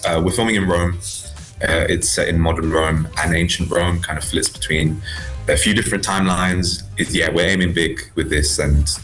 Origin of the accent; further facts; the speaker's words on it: East of England, United Kingdom; Wow, I played cricket growing up in Essex. I played for Hainault on Claypool.